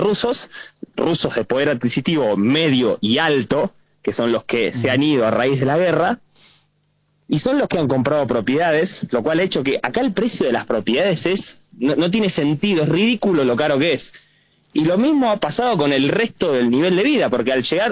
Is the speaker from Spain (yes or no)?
no; Argentina; also born or lived in Russia; now in Armenia